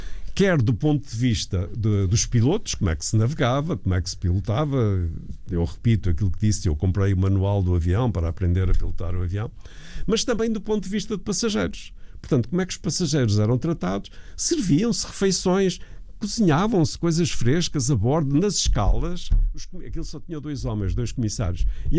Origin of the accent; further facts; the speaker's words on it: Vila do Conde, Norte, Portugal; Eu sou do Norte, eu sou de Vila do Conde, portanto, nevoeiro ali.